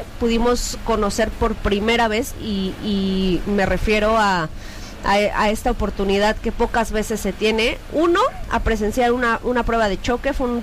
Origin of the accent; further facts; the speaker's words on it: Mexico; Me estaría interesante, pero por lo que sé, como mexicanos, está complicado que nos den una licencia para poder manejar allá.